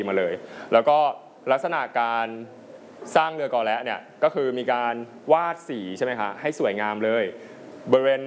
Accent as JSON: {"language": "Thai", "region": "Ang Thong", "country": "Thailand", "said": "คุณครูเป็นคนจังหวัดอะไรครับทราบไหมจังหวัดอ่างทองครับ"}